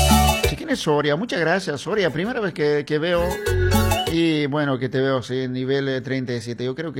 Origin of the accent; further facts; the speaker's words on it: Angostura, Cochabamba, Bolivia; Yo soy de Angostura, ¿viste?